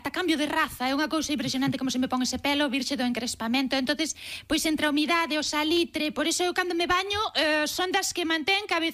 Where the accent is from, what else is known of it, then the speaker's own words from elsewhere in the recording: Galicia, Spain; porque eu son galega en todo absolutamente menos en decir que esa temperatura do mar está ben pa meterse.